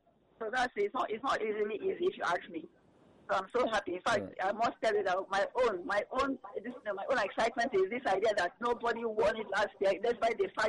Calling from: Jos, Plateau, Nigeria; I'm calling from Jos.

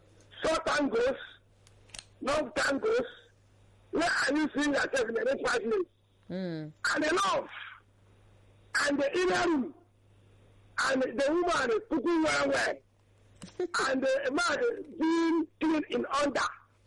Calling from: Koboko, Northern Region, Uganda; From Koboko.

